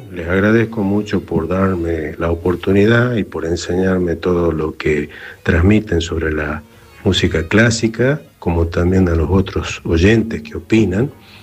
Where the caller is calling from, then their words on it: Ramos Mejía, Buenos Aires Province, Argentina; de Ramos Mejía.